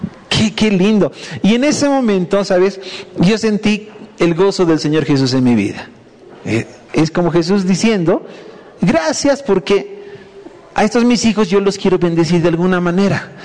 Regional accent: Bolivia; Yo como boliviano, mi esposa y mis hijos, la sarta de pollo

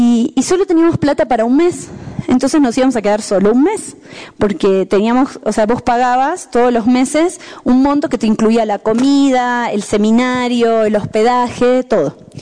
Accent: La Paz, Bolivia; born there

